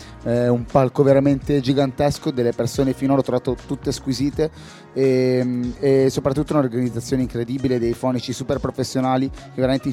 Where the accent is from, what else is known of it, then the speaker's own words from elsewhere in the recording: Milan, Lombardy, Italy; io non sono precisamente di Quarto Giaro, ma comunque sono di Zanotto e sono di Bonola